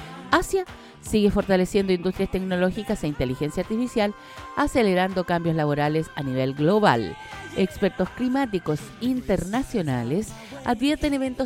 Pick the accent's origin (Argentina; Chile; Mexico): Chile